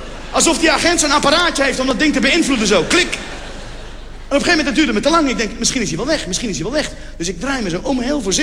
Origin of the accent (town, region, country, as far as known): Morocco